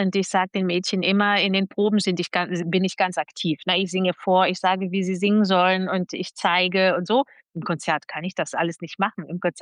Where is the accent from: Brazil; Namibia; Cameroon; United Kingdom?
Brazil; also born or lived in Berlin; now in Nuremberg, Germany; Also ich habe immer in Kinderchöre gesungen, aber in Brasilien war es damals